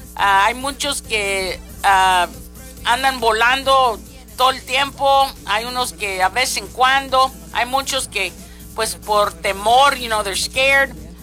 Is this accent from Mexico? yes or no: yes; Mexico; yo siendo mexicana y luego cristiana y católica